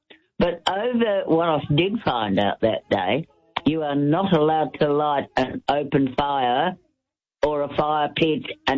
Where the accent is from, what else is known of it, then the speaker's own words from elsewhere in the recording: Crooked Brook, Western Australia, Australia; moved away; I grew up in a little place called Crooked Brook